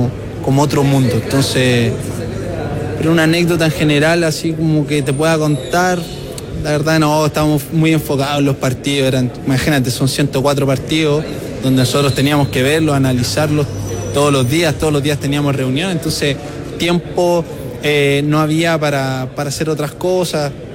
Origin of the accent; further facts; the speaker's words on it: Chile; algún día nosotros como chilenos podríamos tener algo así, tan grande, tan tecnológico.